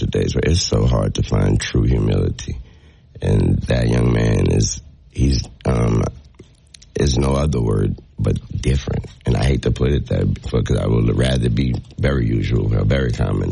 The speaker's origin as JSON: {"language": "English", "town": "New Orleans", "region": "Louisiana", "country": "United States", "said": "I'm coming from New Orleans. It's kind of hard not to be humble coming from New Orleans."}